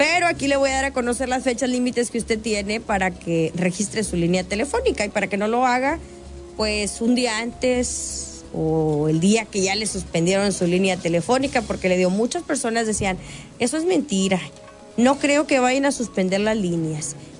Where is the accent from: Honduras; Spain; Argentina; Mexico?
Mexico; Como buenos mexicanos, todo a la mera hora.